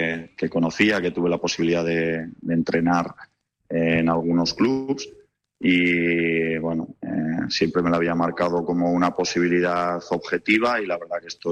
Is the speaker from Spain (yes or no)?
yes; Spain; now in Japan; ahora podemos decir con orgullo que somos españoles y que estamos muy bien considerados.